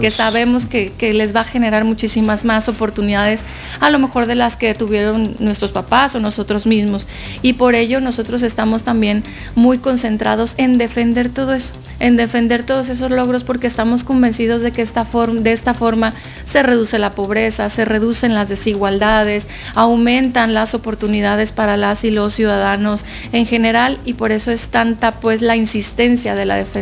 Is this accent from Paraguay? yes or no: no; Mexico; como mexicanas y mexicanos defendemos eso que nos ha costado cientos de años llegar a donde estamos hoy. Nuestra independencia y nuestra soberanía es algo que tenemos muy valioso como mexicanos